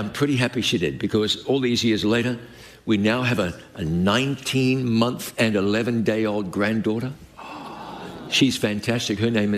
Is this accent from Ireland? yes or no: no; New Zealand; accent: New Zealand; now in United States; My accent comes from New Zealand. Have you seen where that is? That's why they call it Down Under. It's way down there. Now, by now, I've been in this country 30-plus years, so it's not a very good New Zealand accent anymore.